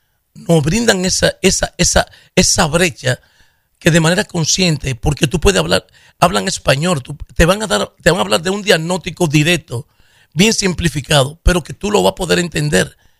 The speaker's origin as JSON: {"language": "Spanish", "country": "Puerto Rico", "said": "Somos boricuas, ¿ok?"}